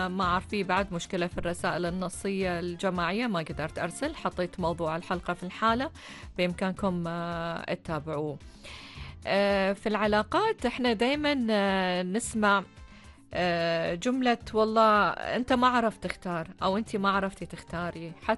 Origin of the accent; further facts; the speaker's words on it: Oman; عندنا في عمان